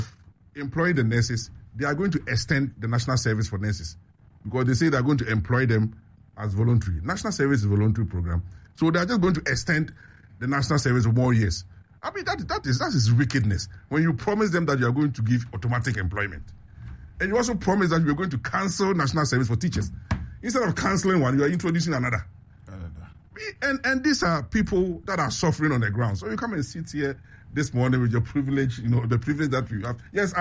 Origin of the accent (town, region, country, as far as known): Ghana